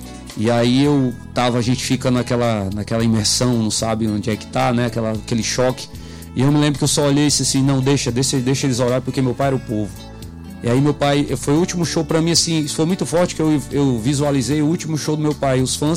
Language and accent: Portuguese; Rio de Janeiro, Brazil; todos nós somos cariocas, né?